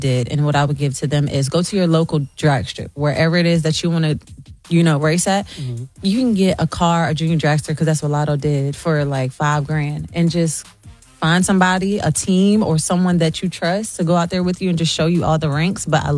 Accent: Virginia, United States; Yes, I'm from Virginia.

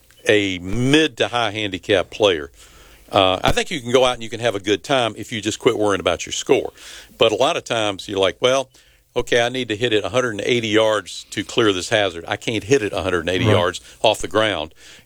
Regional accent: Orangeburg, South Carolina, United States; moved away; I grew up in Orangeburg

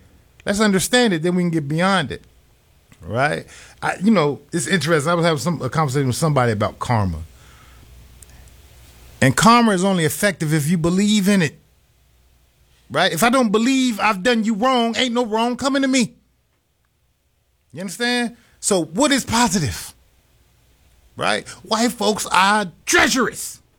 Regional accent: Chicago, Illinois, United States; I'm from Burnside. I grew up in that area.

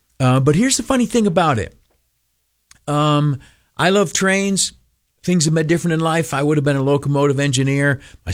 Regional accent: Steuben County, New York, United States; moved away; we drove down to my hometown, a place called Canastillo, New York, in Steuben County, in the Southern Tier. And I lived part of my time growing up with my grandmother out on the Willow Bend Road.

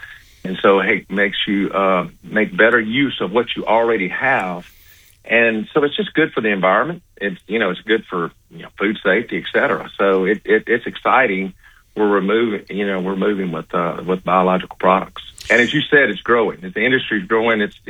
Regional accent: Louisiana, United States; accent: Louisiana; Grew up on a farm in Louisiana. You can tell by this accent. I've moved many places, but my accent always moved with me.

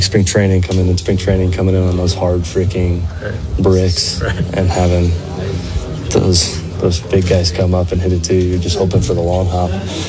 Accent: Mississippi, United States; I'm from Mississippi.

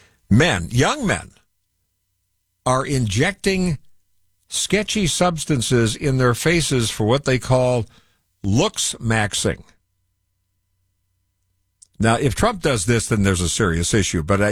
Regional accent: Illinois, United States; now in San Diego, United States; and I grew up in Illinois. I've been in San Diego, based in San Diego for 50 years.

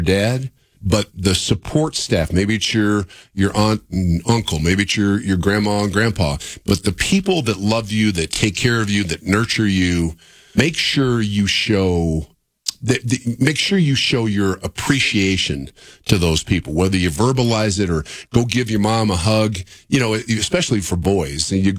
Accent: Lakewood, Colorado, United States; I grew up in Lakewood. Right off West Colfax, my mom and dad rented half of a duplex. The duplex was about 900 square feet.

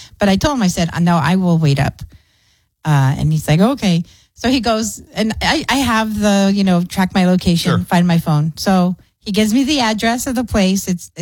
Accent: Clint, Texas, United States; your mom did that growing up in Clint.

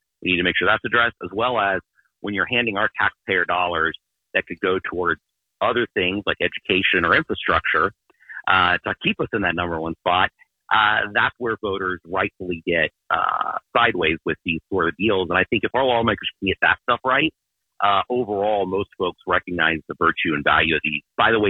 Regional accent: Mahoning Valley, Ohio, United States; I grew up in the Mahoning Valley, where in the 1970s, everything left.

